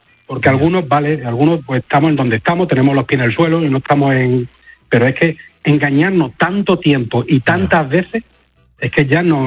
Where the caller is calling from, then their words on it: Melilla, Spain; yo soy de Melilla, ¿eh?